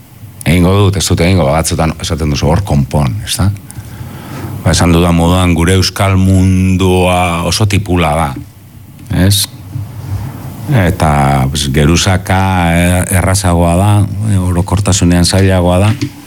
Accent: Basque Country, Spain; euskalduna naiz, baina baita ere gizon zuri ba naiz

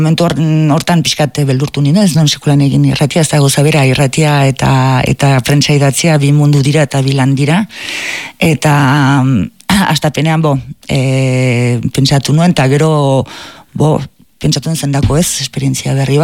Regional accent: Tarnos, Nouvelle-Aquitaine, France; eta gero nire haurtzaroa Tarnosen bikaina izan

